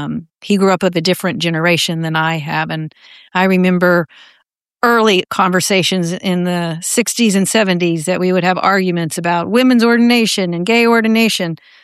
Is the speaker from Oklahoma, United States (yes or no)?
yes; Oklahoma, United States; moved away; also born or lived in North Texas; I grew up in the Disciples of Christ Church in Oklahoma, mostly, a little bit in North Texas, where my family's been for generations. And so I grew up in a very progressive but deeply religious household.